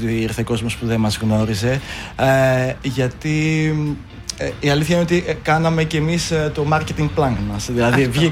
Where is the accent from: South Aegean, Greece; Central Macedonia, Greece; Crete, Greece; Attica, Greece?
Central Macedonia, Greece; Thessaloniki; Εμείς μεγαλώσαμε και γεννηθήκαμε στη Θεσσαλονίκη.